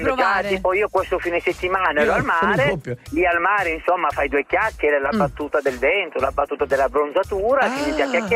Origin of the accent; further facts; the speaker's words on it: Calabria, Italy; now in Reggio Emilia, Italy; Ne compio 40 in agosto, ma sono calabrese d'Oca, anche se vivo a Reggio Emilia.